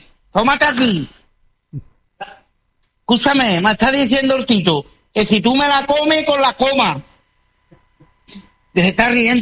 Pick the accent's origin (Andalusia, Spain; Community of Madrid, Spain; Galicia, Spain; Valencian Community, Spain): Andalusia, Spain; San Fernando; Somos gaditanos. Somos gaditanos, los de San Fernando.